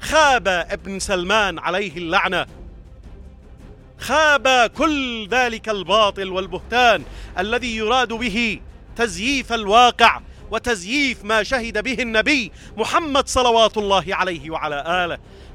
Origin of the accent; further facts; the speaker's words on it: Yemen; أبناء شعبنا اليمني